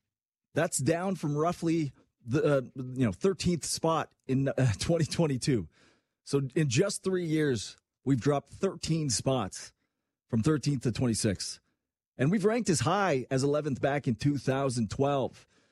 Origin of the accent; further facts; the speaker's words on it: Quebec, Canada; I could do it. I'm from Quebec. I promise you.